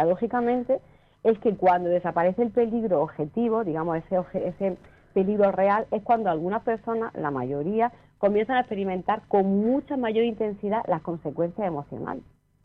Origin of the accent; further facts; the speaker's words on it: Vélez-Rubio, Andalusia, Spain; yo soy de Belerrubio, relativamente cerca.